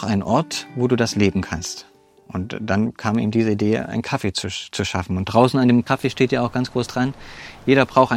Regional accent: Germany; moved away; also born or lived in Thuringia / Ibbenbüren; 1979 geboren, aufgewachsen in der DDR.

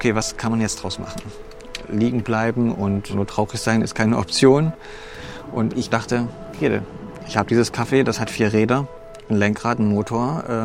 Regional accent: Germany; moved away; also born or lived in Thuringia / Ibbenbüren; 1979 geboren, aufgewachsen in der DDR.

